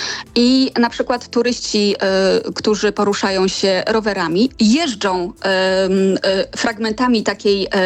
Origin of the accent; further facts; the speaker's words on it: Warmian-Masurian Voivodeship, Poland; bo ja pochodzę tutaj z Warmii